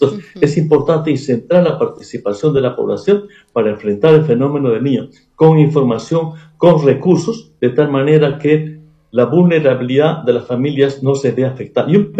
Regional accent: Peru

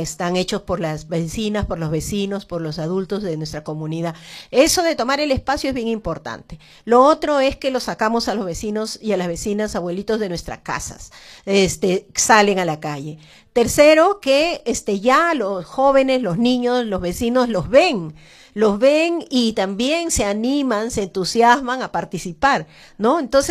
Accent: Lima, Peru; somos vecinas de Villa

